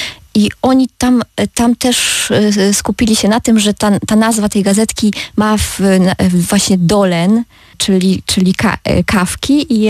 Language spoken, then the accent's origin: Polish; Paczków, Opole Voivodeship, Poland; born or raised there